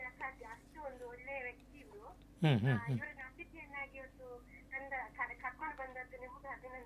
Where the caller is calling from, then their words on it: Karkala, Karnataka, India; ನಾನು ನಿಮ್ಮ ಕಾರ್ಕಳದವಳೆ